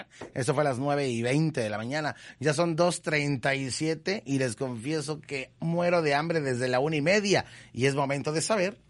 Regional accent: Veracruz, Mexico; porque soy veracruzano

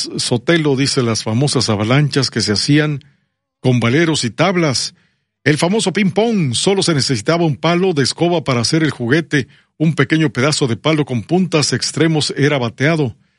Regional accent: Veracruz, Mexico; Saludos al puerto de Veracruz, a mis amigos los veracruzanos. Yo soy veracruzano, 100% jarocho.

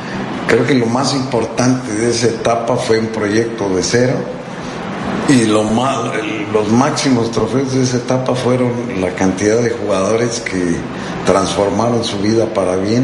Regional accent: Mexico; yo soy técnico mexicano

